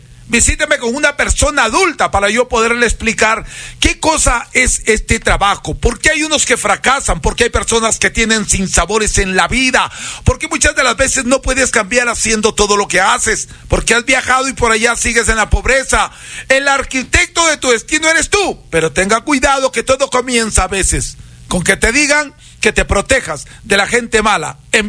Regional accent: Riobamba, Chimborazo, Ecuador; Y nosotros somos de Riobamba, querido hermanito de mi vida.

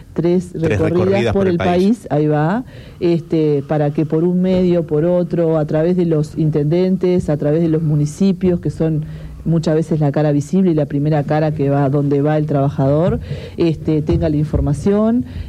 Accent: Colonia, Uruguay; Yo soy de Colonia

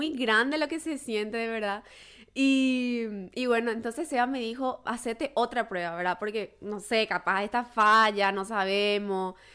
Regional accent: Paraguay; now in Oklahoma, United States; pero yo soy paraguaya

